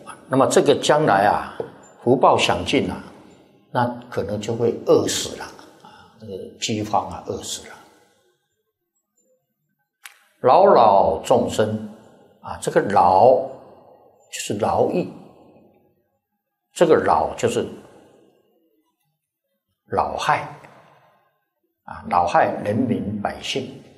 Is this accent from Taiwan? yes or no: yes; Taiwan; 我们是台湾来的啊，带些钱啊，在这边啊，哎呀，蛮好用的啊。